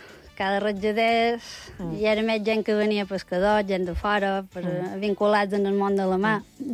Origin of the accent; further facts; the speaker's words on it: Cala Ratjada, Balearic Islands, Spain; No, jo ja me vaig criar allà.